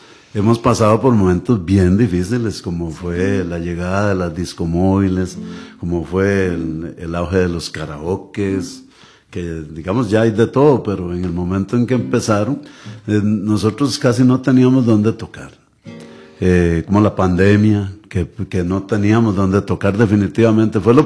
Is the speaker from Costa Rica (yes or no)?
yes; Costa Rica